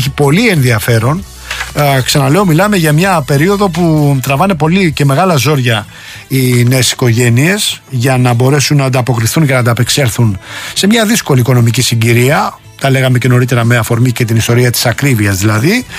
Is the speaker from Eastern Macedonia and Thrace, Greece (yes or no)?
no; Rafina, Attica, Greece; εκεί στην πατρίδα μου, στο λιμάνι της Τραφίνας